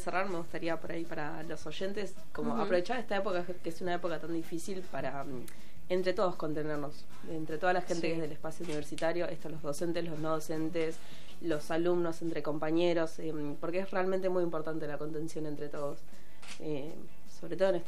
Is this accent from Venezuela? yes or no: no; Patagonia, Argentina; moved away as an adult; now in La Plata, Argentina; toda mi familia paterna es de acá, de La Plata. Yo, si bien viví siempre en la Patagonia, Mi familia paterna es de acá, veníamos claro. en vacaciones, yo ya conocía la ciudad.